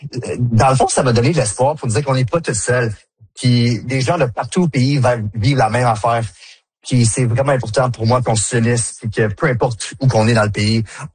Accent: Ontario, Canada; C'est moi, en tant que franco-ontarien, je la vis à tous les jours.

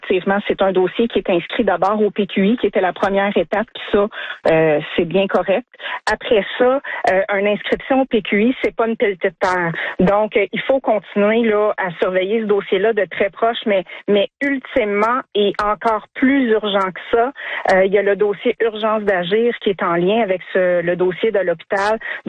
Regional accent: Drummondville, Quebec, Canada; je suis native de Drummondville. Ça, c'est la première chose. Je vis ici depuis plus de 30 ans.

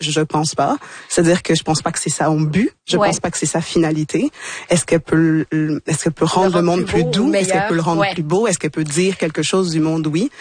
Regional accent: Port-au-Prince, Haiti; born there; Moi, je suis née à Port-au-Prince. J'ai grandi ici.

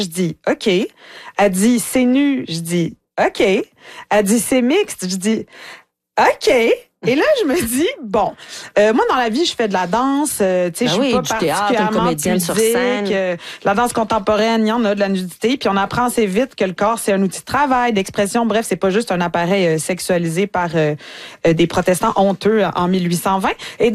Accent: Canada; accent: Canadian; il y a toujours quelqu'un pour imiter mon accent. « Ah, vous avez un petit accent, hein? Vous seriez pas canadienne. »

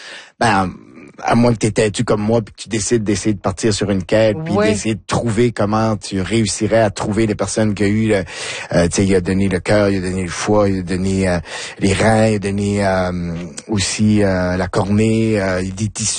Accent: McLeod, New Brunswick, Canada; J'ai aimé surtout le fait que tu as dit que j'étais originaire de McLeod.

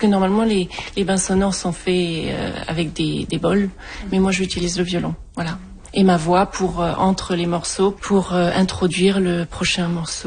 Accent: south of France, France; also born or lived in Belgium; Mais nous sommes partis de la Belgique et nous avons été vivre dans le sud de la France. Voilà, donc j'ai fait mes études là avec un professeur privé.

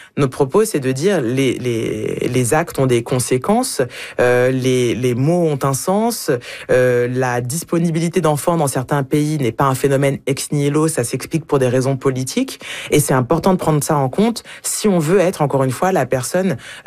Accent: France; born there; moi je suis née sous X en France

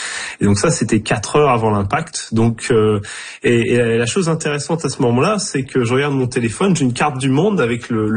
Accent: Normandy, France; Et là, je vois que c'est très proche de là d'où je viens, en Normandie.

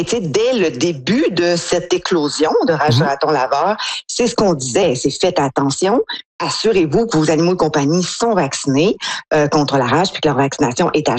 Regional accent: Quebec, Canada; En tout cas, moi, dans ma jeunesse au Lac-Saint-Jean, c'était comme ça.

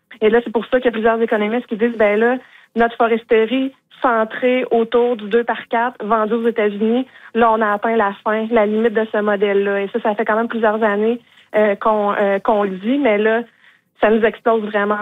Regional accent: Quebec, Canada; parce que je suis québécoise

